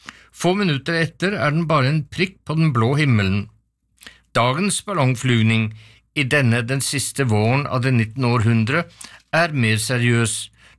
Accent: Seljord, Telemark, Norway; Jeg kommer fra en liten plass i Seljord, og jeg kommer litterært fra Frankrike, og også England og andre steder

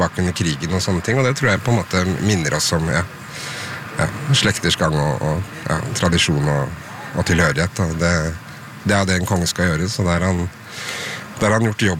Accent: Oslo, Norway; Nei, som du sa, siden jeg ikke er hjemme i Oslo, så ble det naturlig å komme hit og tenne et lys og legge ned blomster

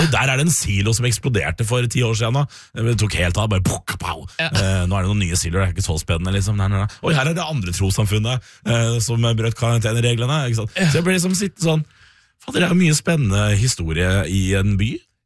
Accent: Sarpsborg, Østfold, Norway; moved away; jeg har da vært hjemme I Sarpsborg I min sommerferie

